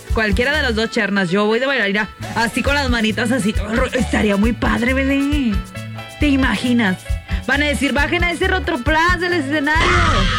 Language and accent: Spanish; Mexico; Todos los mexicanos seguimos un patrón.